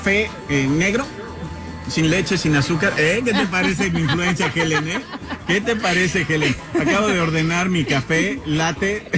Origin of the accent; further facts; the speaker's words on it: Mexico; nosotros como mexicanos